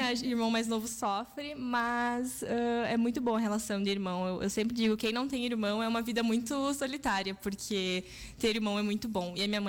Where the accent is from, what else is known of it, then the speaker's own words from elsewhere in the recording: Soledade, Rio Grande do Sul, Brazil; Sou aqui de Soledade, moro aqui com muito orgulho.